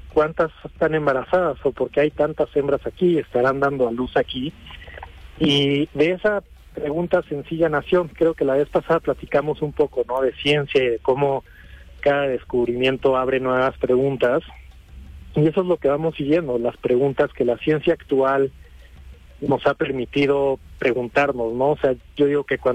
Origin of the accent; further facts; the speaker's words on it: Mexico; aquí en México, pues es algo que como mexicanos nos corresponde, ¿no?